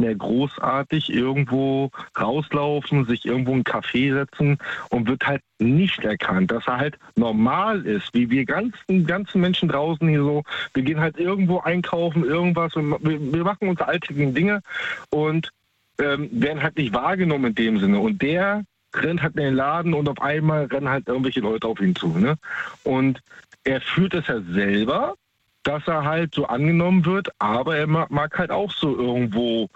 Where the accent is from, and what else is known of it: Germany